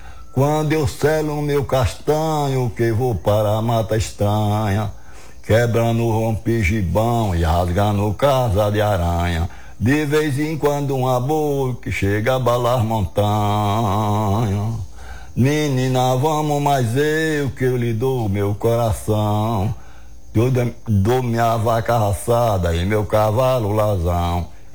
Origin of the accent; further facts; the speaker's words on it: Riachão do Dantas, Sergipe, Brazil; Eu fui nascido e criado lá no Riachão do Danta. Sou vaqueiro e aboio bem, tenho força na garganta.